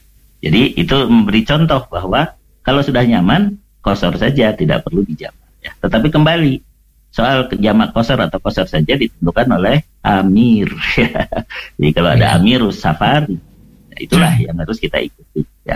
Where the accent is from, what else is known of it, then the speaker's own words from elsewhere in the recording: Bandung, West Java, Indonesia; Ada yang dari Makassar, dari Sumatera, ya, saya dari Bandung, ya.